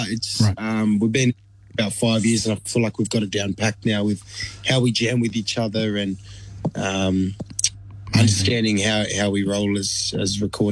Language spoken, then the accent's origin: English; Perth, Western Australia, Australia; obviously a different perspective on a Māori growing up in Perth, Australia, and coming back to his roots.